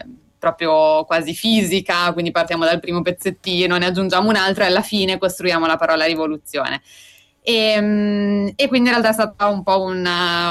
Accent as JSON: {"language": "Italian", "country": "Morocco", "tie": "born or raised there", "said": "la regione da cui io vengo, io sono nata e cresciuta in Marocco"}